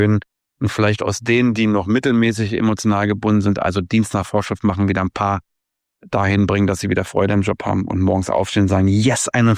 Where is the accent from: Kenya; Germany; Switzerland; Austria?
Germany; Und da sind wir irgendwie als Deutsche ein bisschen stehen geblieben.